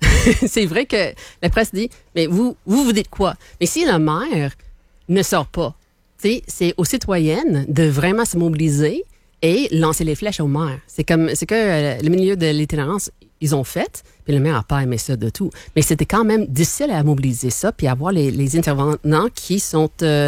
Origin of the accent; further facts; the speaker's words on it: Hamilton, Ontario, Canada; moved away; ma ville natale a été choisie.